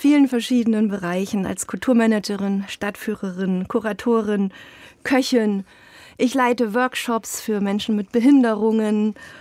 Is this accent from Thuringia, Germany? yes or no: yes; Eisenach, Thuringia, Germany; Ich komme aus Eisenach natürlich. Ich bin mit der Musik groß geworden.